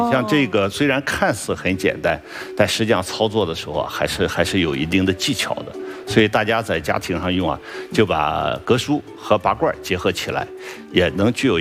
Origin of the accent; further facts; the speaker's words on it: Shandong, China; accent: Shandong dialect; 我们山东话叫摁钉。